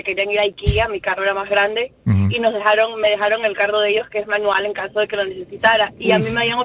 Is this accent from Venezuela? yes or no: no; Ecuador; No, yo manejo automático, pero crecí en Ecuador, entonces aprendí a manejar manual.